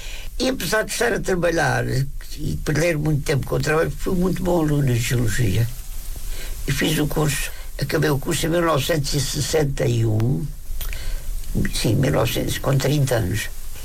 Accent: Évora, Alentejo, Portugal; moved away as an adult; eu venho de Évora, uma cidade de províncias. Estou na capital sozinho

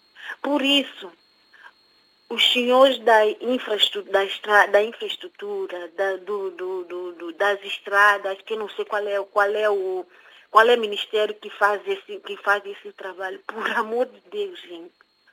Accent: São Tomé & Príncipe; Eu sou da zona norte de Santo Tomé e presenciei muita coisa na estrada, até que dá medo.

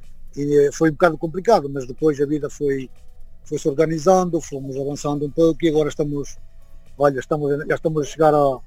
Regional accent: Portugal; moved away as an adult; now in Paris, France; eu sou de uma aldeia lá do nordeste de Portugal, aquilo não é, é uma aldeia abandonada

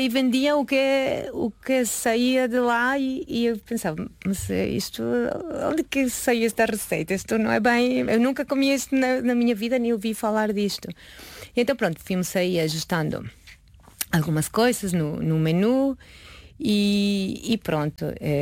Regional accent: Mexico; Pronto, sou mexicana, obviamente, o que eu comia em casa.

